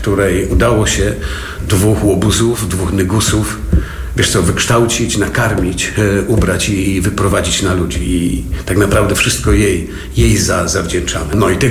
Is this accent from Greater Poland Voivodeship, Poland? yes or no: no; Strzelce Opolskie, Opole Voivodeship, Poland; born there; Moja mama była w Strzelce Opolskim, gdzie się urodziłem, kierowniczką kadr w fabryce mebli.